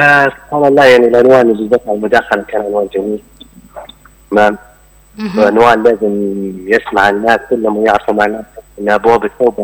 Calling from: Germany; هي اول حاجة لازم نقول اني روحت من المانيا، وهذا وخفت معكم مداخلة.

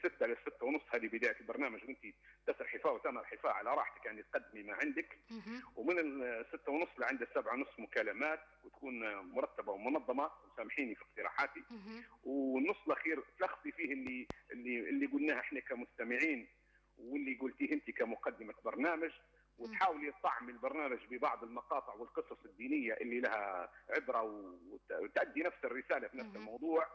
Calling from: Tripoli, Libya; من طرابلس.

